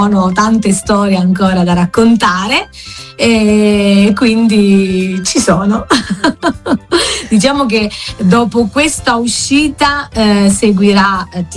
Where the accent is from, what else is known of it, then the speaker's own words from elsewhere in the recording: Calabro-Lucano area, Italy; accent: Calabro-Lucano dialect; io, per esempio, canto in calabro lucano, è una cosa molto importante perché mi lega proprio alla mia terra, alla quale sono profondamente appunto legata e la amo